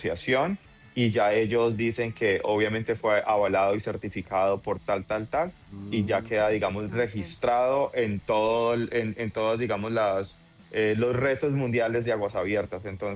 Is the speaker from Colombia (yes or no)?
yes; Colombia; en este momento yo estoy representando a Colombia porque pues soy nadador colombiano.